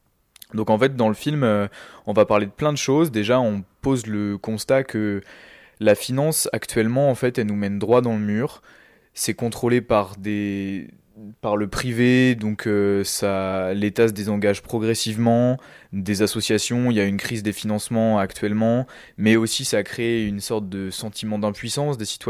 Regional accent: Centre-Val de Loire, France; on est originaire donc du Centre-Val-de-Loire, d'un milieu assez rural

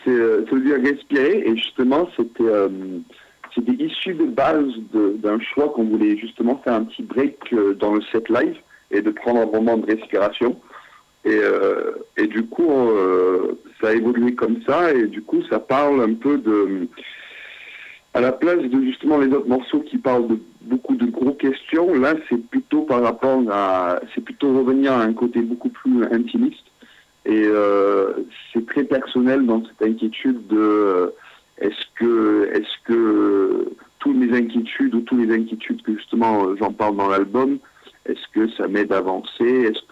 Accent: Glasgow, Scotland, United Kingdom; On a un point commun parce que je suis de Glasgow et je suis supporter de Glasgow Celtic.

